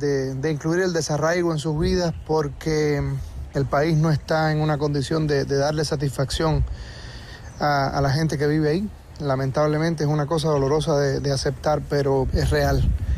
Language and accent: Spanish; Cuba; moved away as an adult; now in Texas, United States; soy un cantante y compositor cubano radicado en Texas hace algunos años.